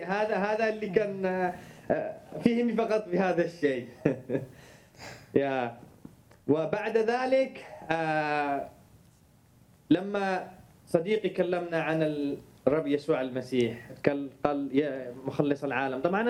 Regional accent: Yemen; moved away as an adult; طبعا أنا كيمني، يعني تربيت وولدت باليمن، تربيت على ثقافة يمنية وتقاليد يمنية

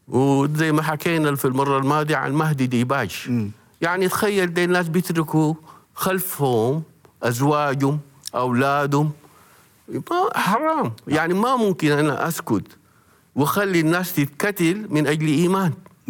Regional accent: Sudan; نحن عندنا في السودان

